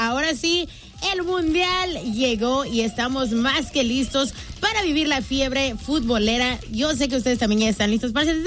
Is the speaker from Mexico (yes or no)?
yes; Mexico; Sé que soy color prehispánico, pero sí soy mexicana, no soy Sudáfrica.